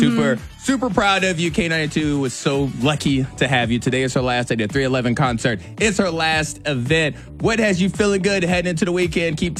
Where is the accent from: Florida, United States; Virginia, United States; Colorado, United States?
Virginia, United States; moved away; Danville, so, you know, close to my hometown